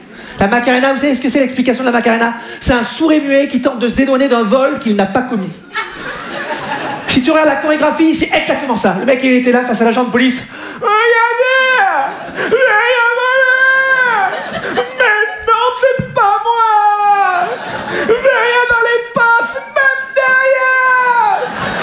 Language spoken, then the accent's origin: French; Southwest France, France; Moi, je viens du Sud-Ouest de la France, d'accord? Dans le Sud-Ouest, on est des bons vivants.